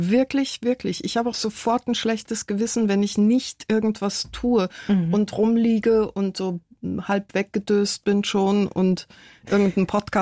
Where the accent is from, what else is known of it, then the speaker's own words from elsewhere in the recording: Tehran, Tehran Province, Iran; moved away; Von meinen späteren Wohnsitzen in vielen verschiedenen Ländern konnte ich als kleines Mädchen in Teheran nur träumen. Eine Begegnung mit einer Tramperin hat mich ins deutsche Radio und später zum Fernsehen gebracht.